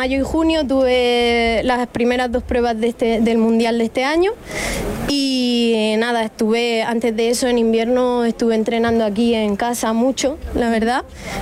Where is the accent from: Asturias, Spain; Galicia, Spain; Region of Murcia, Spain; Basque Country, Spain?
Region of Murcia, Spain; Los Narejos; Yo soy más de Los Narejos, pero venir al centro de Los Alcázares, el pleno centro, es siempre un placer, la verdad.